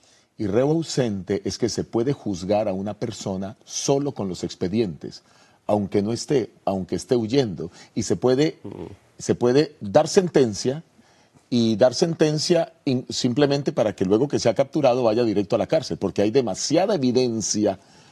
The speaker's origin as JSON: {"language": "Spanish", "country": "Colombia", "said": "como este es un concepto que se ha utilizado en mi país, Colombia, el tema del reo ausente"}